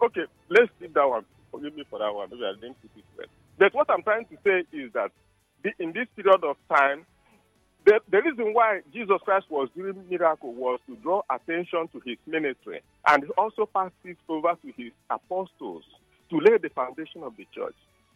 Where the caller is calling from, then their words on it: Rumuolumeni, Rivers, Nigeria; calling from Rumolumuni.